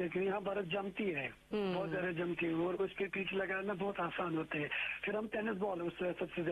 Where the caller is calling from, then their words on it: Budgam, Jammu and Kashmir, India; मैं देखिए मैं सेंट्रल कश्मीर से बात कर रहा हूँ, जिला बड़गाम में हमारा गांव पड़ता है।